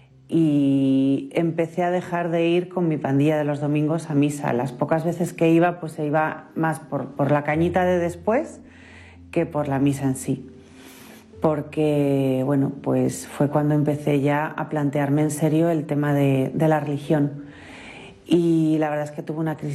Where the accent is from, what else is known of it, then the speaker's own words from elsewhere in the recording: Salamanca, Castile and León, Spain; Nací en Salamanca, en una familia normal. Me eduqué en un colegio católico de monjas